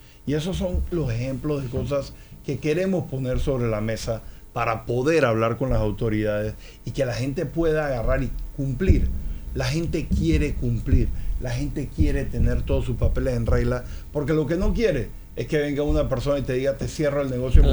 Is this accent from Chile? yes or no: no; Panama